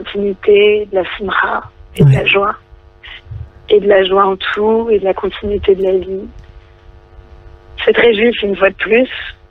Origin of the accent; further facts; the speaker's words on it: France; born there; moi je suis née en France.